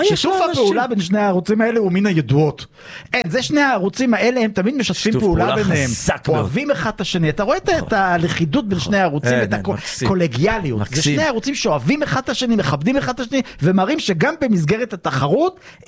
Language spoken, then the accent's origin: Hebrew; Tel Aviv, Tel Aviv District, Israel; אני מתל אביב. נאמר, עברתי את איילון.